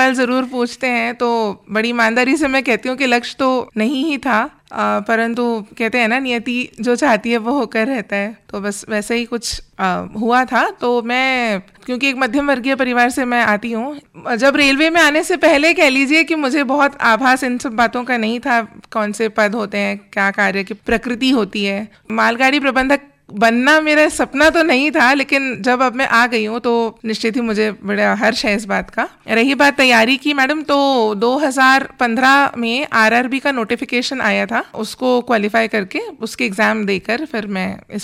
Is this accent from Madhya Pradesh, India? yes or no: yes; Khandwa, Madhya Pradesh, India; और मैं खंडवा के निवासी हूँ।